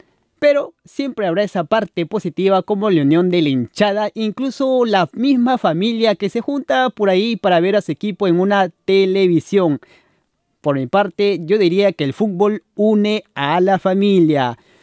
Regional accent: Peru; soy voluntario peruano aquí en Radio Bustevele

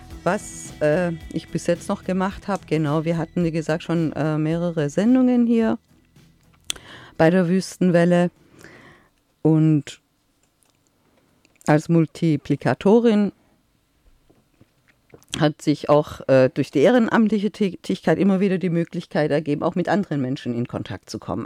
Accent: Iran; Ich komme ja aus dem Orient, ja, aus dem Iran.

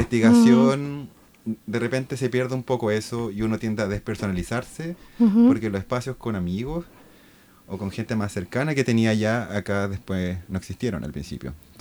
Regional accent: Santiago, Santiago Metropolitan Region, Chile; moved away as an adult; vengo de Santiago y he estado hace 2 años y medio acá.

